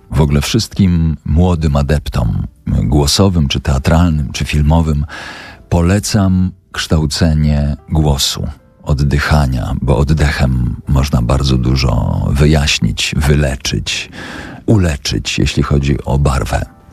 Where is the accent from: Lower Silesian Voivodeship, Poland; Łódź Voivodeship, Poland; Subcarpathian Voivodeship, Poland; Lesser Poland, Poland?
Subcarpathian Voivodeship, Poland; Tyczyn; accent: Subcarpathian sing-song